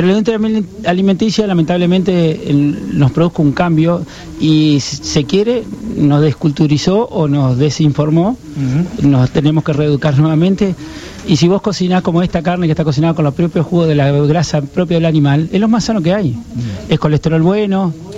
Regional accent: Viale, Entre Ríos, Argentina; moved away as an adult; now in Paraná, Argentina; Y yo estoy en Paraná todo el año porque mi señora me llevó para allá, soy nacido en Viale.

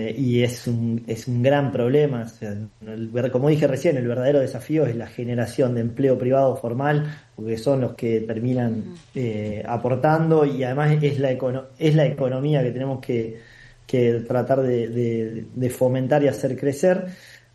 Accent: Paraná, Entre Ríos, Argentina; born there; nosotros somos de acá, yo soy de Paraná, nací, vivo acá en Paraná. Si bien tuve la oportunidad de estudiar en otra provincia

